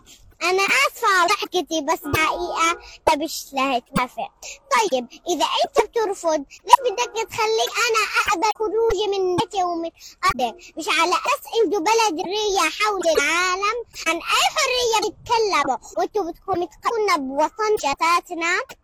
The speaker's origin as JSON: {"language": "Arabic", "town": "Gaza", "region": "Gaza Strip", "country": "Palestine", "said": "أنا كطفلة ناجية من غزة"}